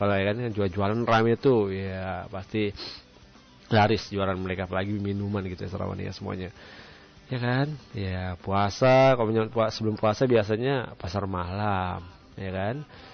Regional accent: Aceh, Indonesia; kita mah menunggu-nunggu memang acara-acara di daerah kita Aceh Singkil ya

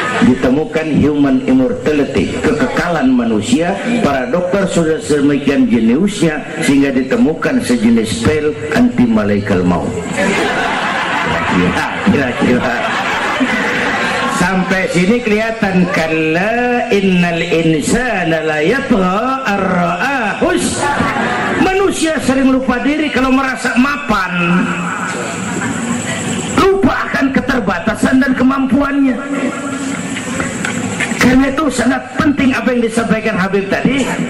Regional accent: Petamburan, Jakarta, Indonesia; Tahun 50-an kita orang Petamburan kalau pergi haji ke Mekah 6 bulan.

